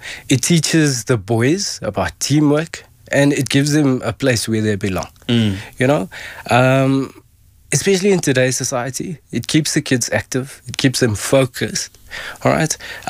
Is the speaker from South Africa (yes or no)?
yes; Benoni, Gauteng, South Africa; Football, man. I'm from Benoni.